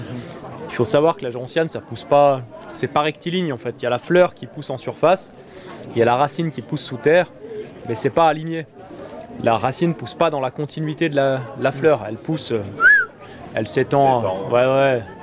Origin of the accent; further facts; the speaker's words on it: Auvergne-Rhône-Alpes, France